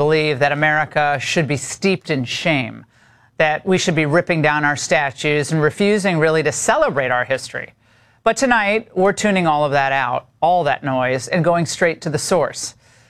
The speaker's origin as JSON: {"language": "English", "region": "Connecticut", "country": "United States", "tie": "born or raised there", "said": "My home state of Connecticut, where I was born"}